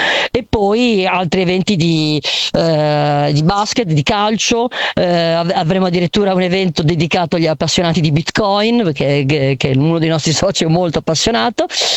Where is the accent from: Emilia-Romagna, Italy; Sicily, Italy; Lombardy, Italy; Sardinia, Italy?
Emilia-Romagna, Italy; Bologna; io sono nato e cresciuto a Bologna